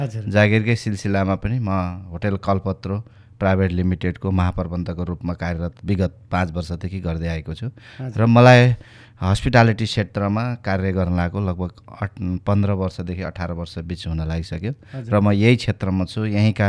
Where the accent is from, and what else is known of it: Pyuthan, Lumbini Province, Nepal; born or raised there; moved away as an adult; now in Nepalgunj, Nepal